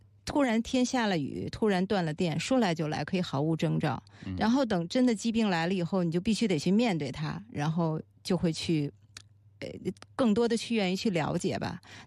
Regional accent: Beijing, China; 我从小就是一路顺风顺水，因为我是北京人嘛

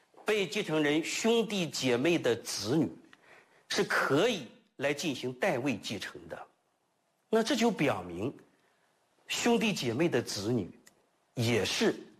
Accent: China

